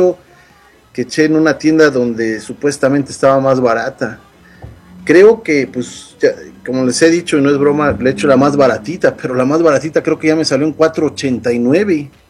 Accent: Mexico; yo soy mexicano

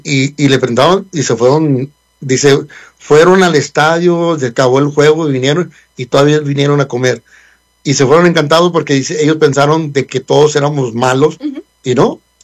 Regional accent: Mexico

